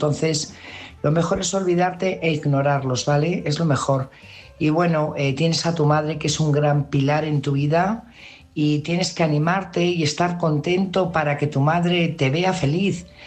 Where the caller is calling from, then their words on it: Burgos, Castile and León, Spain; corresponsal de Burgos.